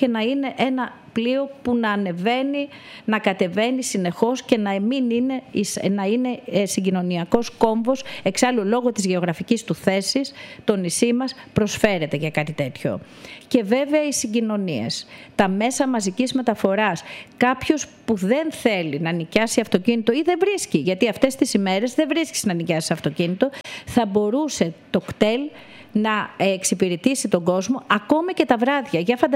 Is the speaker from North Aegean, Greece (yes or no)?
yes; Samos, North Aegean, Greece; έχω ακούσει τόση γκρίνια για το νησί μου